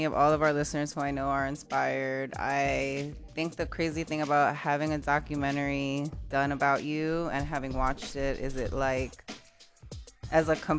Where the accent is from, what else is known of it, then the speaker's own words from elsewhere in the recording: New York, United States; now in Austin, United States; as a New Yorker who's lived in cities all around the country, like, is the best pizza I've had outside of New York.